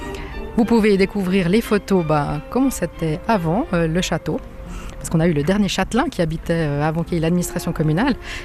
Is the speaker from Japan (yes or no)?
no; Prévrange, France; born there; Alors moi, je suis née à Prévrange, donc c'est vrai que c'est un village qui me tient à cœur.